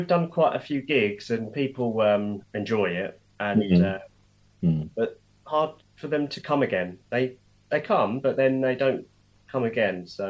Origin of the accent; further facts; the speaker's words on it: Essex, East of England, United Kingdom; I'm from Essex